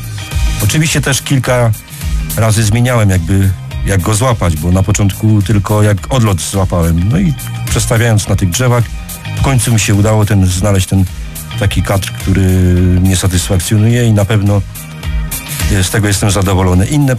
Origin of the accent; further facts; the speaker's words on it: Opole Voivodeship, Poland; u nas na Opolszczyźnie